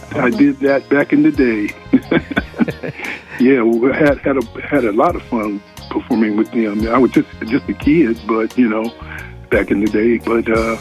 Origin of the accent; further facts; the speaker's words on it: Los Angeles, California, United States; I grew up in Venice, California.